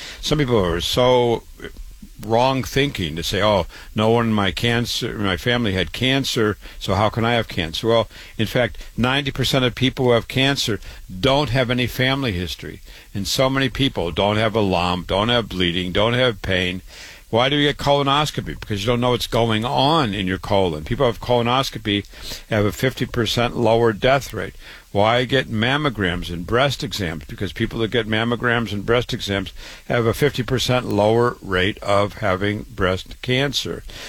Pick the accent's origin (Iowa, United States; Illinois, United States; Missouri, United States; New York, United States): Iowa, United States; Waterloo; born and raised in Waterloo, Iowa, went to public school, went to university, MD at 25